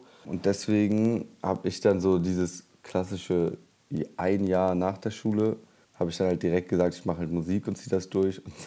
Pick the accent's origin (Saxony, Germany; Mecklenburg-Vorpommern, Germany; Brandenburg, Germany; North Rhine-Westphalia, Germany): North Rhine-Westphalia, Germany; ich bin aus dem Ruhrgebiet in NRW.